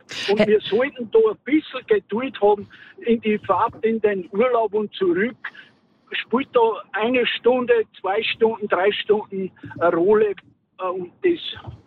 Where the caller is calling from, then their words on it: Upper Austria, Austria; Ich bin aus Oberösterreich